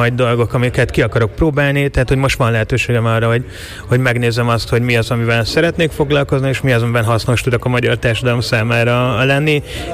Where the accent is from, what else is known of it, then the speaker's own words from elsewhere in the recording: Budapest, Hungary; Hát én gyerekkorom óta például Józsefvárosban élek, pár éves kitérővel, ilyen szempontból lokálpatrióta vagyok, és gyökereteresztettem.